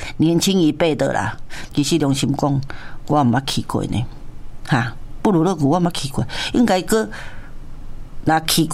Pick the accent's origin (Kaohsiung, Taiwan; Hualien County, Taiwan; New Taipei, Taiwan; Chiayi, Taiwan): Kaohsiung, Taiwan; 那根本说就是我们高雄人避暑的最高殿堂啦